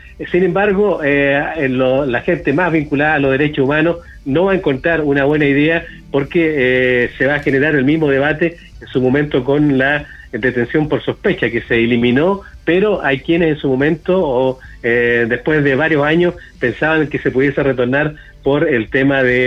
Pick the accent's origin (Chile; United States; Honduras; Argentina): Chile